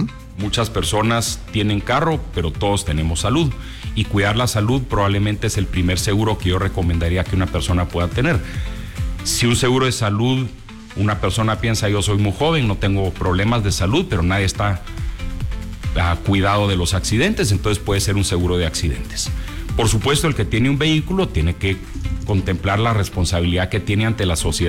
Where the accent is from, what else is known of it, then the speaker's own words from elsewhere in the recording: Guatemala; los guatemaltecos no entendemos mucho de los seguros